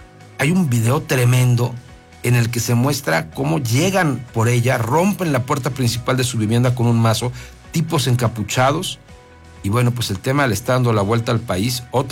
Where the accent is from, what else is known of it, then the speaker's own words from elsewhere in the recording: Mexico; como mexicano lo siento